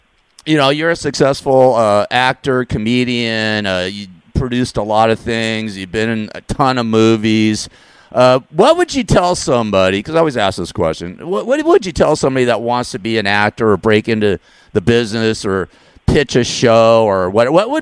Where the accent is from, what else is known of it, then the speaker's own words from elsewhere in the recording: Los Angeles, California, United States; I grew up in the valley, man. I grew up in Tarzana